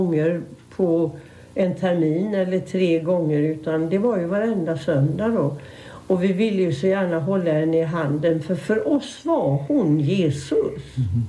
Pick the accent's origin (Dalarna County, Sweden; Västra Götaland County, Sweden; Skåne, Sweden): Västra Götaland County, Sweden; Gothenburg; born there; also born or lived in Congo; Vi kom ifrån Göteborgs norra skärgård. Min pappa var därifrån och även mamma.